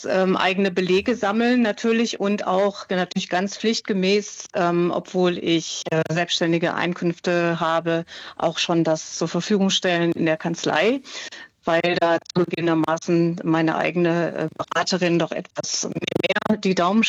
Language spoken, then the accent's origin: German; Cologne, North Rhine-Westphalia, Germany; Hallo, guten Morgen. Ich bin aus Köln.